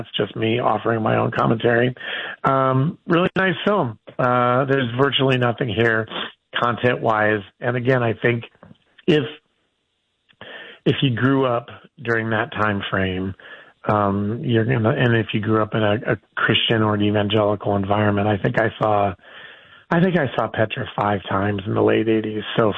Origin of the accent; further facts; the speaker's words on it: Iowa, United States; moved away as an adult; now in Colorado, United States; I grew up in Iowa. I spent almost 25 years there before I moved to Colorado. And I had lived in Colorado several years